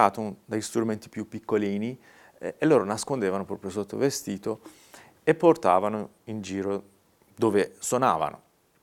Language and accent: Italian; Isfahan, Iran; Italian is a second language; dicevo io vengo da Isfahan o Esfahan, la mia città natale.